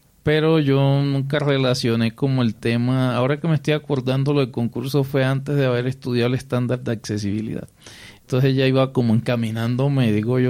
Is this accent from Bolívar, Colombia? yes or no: yes; Arjona, Bolívar, Colombia; yo soy de Arjona, Bolívar, yo iba desplazándome de Arjona hacia Cartagena para la universidad